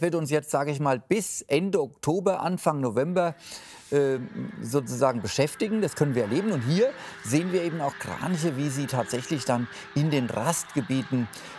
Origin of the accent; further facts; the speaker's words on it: Büttelborn, Hesse, Germany; das sind ein typisches Übernachtungsgebiet, Bruchwiesen bei Büttelborn, das ist direkt meine Heimat.